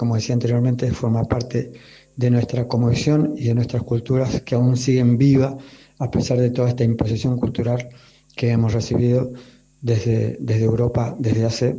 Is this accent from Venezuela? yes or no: no; Mendoza, Argentina; soy de Argentina, de la zona oeste de Argentina, de la provincia de Mendoza.